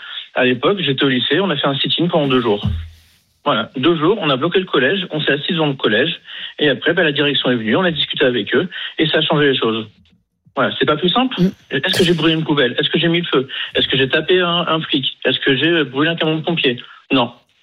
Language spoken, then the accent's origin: French; Trappes, Île-de-France, France; Moi, je viens de Trappes, du 78, qui est une ville qui est connue pour ses mouvements et pour pas être forcément la ville la plus joyeuse du monde.